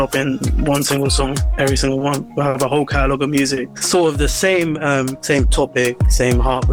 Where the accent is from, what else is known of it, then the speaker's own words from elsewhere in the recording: Bedford, East of England, United Kingdom; In my hometown, Bedford, supporting Danao.